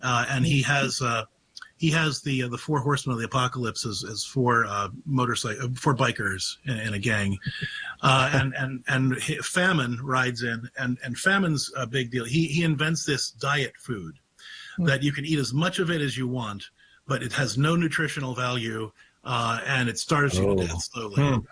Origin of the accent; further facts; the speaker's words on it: Clairton, Pennsylvania, United States; also born or lived in Ohio; I grew up in Clairton, Pennsylvania, which is the first place that The Deer Hunter was filmed. And then I lived like 10 miles down the road from Mango Junction, Ohio, which was the other place that Deer Hunter was filmed. And so it was very much Steel Town.